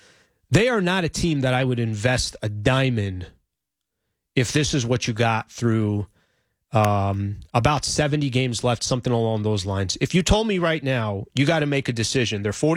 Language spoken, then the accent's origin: English; San Diego, California, United States; I'm from San Diego, so I enjoy covering the San Diego Padres.